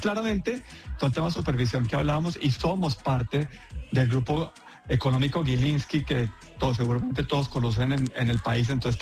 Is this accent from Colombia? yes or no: yes; Colombia; creo que es un tema que tenemos que celebrar como colombianos